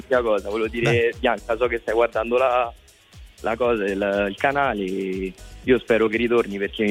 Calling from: Rome, Lazio, Italy; vengo da Roma.

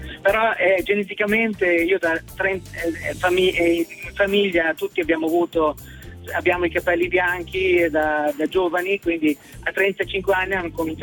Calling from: Piacenza, Emilia-Romagna, Italy; Da Piacenza.

